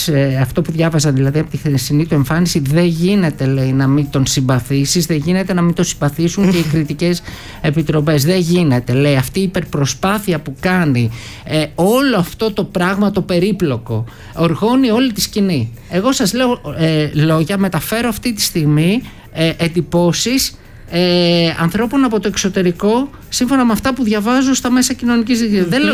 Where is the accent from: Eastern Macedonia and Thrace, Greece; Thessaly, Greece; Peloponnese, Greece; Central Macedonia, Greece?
Central Macedonia, Greece; Thessaloniki; Η πόλη μου είναι άλλο